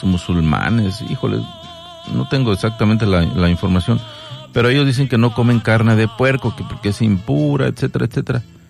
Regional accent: Mexico

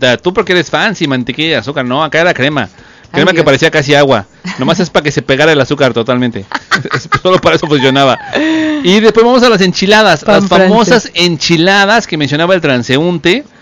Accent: Mexico City, Mexico; Los que somos chilangos

